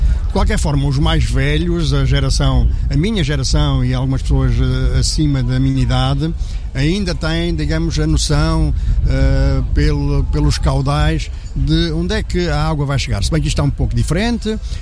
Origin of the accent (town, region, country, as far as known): Portugal